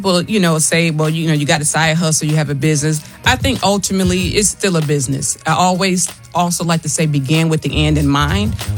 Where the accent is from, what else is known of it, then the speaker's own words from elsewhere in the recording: Detroit, Michigan, United States; I'm from Detroit.